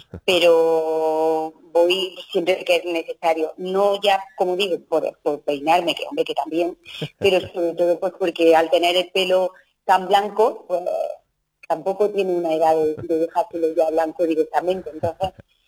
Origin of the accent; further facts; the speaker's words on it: Linares, Andalusia, Spain; mi infancia transcurrió aquí en Linares, y después cuando los estudios, en este caso de COU, pues una vez cuando aprobé la electricidad, pues me fui a Granada a estudiar.